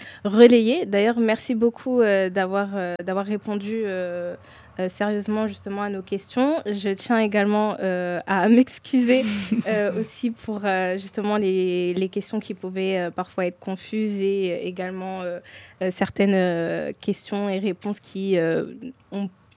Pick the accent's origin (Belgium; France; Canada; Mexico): France; born there; je fais partie de la deuxième génération. Je suis née en France et ma mère fait partie de la deuxième génération